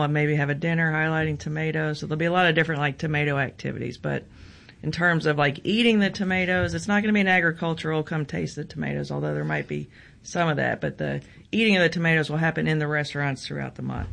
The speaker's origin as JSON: {"language": "English", "town": "Oklahoma City", "region": "Oklahoma", "country": "United States", "tie": "born there", "lives_now": "Memphis, United States", "said": "I claim that I'm a Memphian, but I was born in Oklahoma City. My husband says I'm a Midwesterner, but I have been in Memphis for a very, very, very long time."}